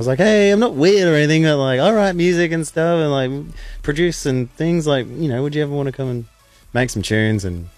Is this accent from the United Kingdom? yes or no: no; Sydney, New South Wales, Australia; now in Northern Rivers, Australia; I'm from Sydney originally.